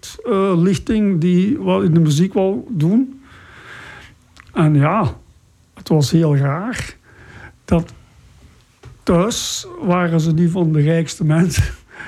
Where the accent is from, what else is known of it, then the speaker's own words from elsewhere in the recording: Diest, Flemish Brabant, Belgium; now in Paal, Belgium; Ik ben van Diest afkomstig, maar ik woon ondertussen al 40 jaar in Paal.